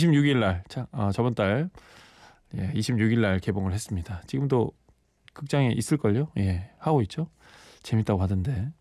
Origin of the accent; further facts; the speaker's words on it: Gyeongsang, South Korea; 저는 이제 경상도 사람이니까